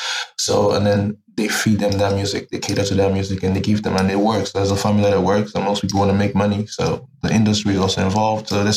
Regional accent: Abuja, Federal Capital Territory, Nigeria; also born or lived in Lagos; now in Germany; I was born in Lagos, and eventually moved to Abuja with my family, my sister, and she worked at the Ministry of Foreign Affairs, and eventually she was posted to work in the Nigerian Embassy in Germany.

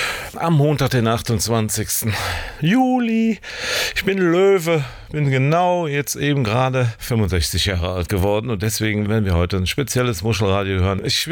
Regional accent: Niederkassel, North Rhine-Westphalia, Germany; ich komme ja aus dem Dorf, dörflicher geht es nicht, aus Niederkassel-Lülsdorf. Und da gab es die Raffinerie aus Wesseling, die war auf der anderen Rheinseite. Also ganz klar, vom Rhein komme ich.

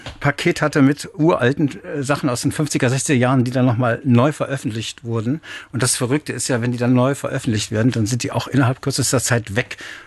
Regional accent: Düsseldorf, North Rhine-Westphalia, Germany; Ich komme ja aus Düsseldorf.

